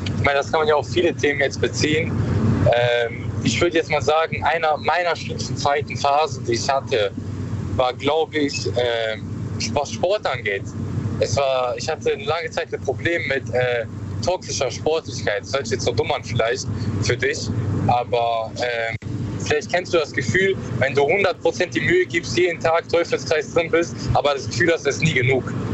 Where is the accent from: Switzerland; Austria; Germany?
Germany; Karlsruhe, Baden-Württemberg; aus Karlsruhe.